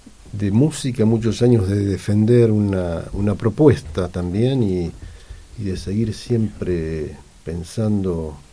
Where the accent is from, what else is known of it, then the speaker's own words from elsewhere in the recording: Buenos Aires, Argentina; moved away as an adult; now in France; yo crecí en una casa de discos. Mi mamá y mi tía tenían la única casa de discos de Parque Chas, era en mi casa.